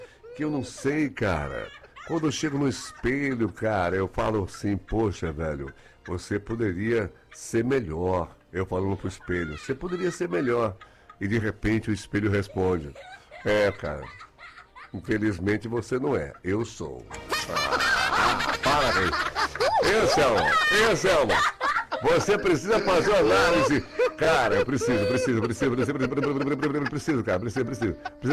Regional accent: Rio de Janeiro, Brazil; Deixa eu ver. Eu sou do Rio de Janeiro.

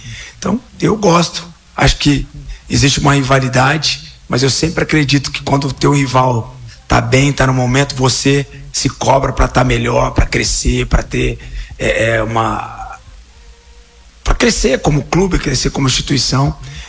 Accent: Campinas, São Paulo, Brazil; now in Goiânia, Brazil; Eu sou de Campinas

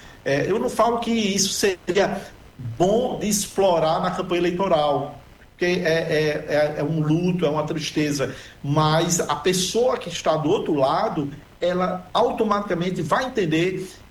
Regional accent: North and Northeast, Brazil; de todos nós que somos do Norte e Nordeste.

